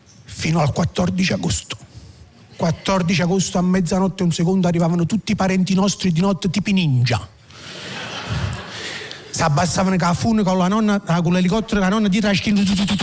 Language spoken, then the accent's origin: Italian; Naples, Campania, Italy; Io ricordo quando si faceva un mese di vacanza, da napoletano si andava in Calabria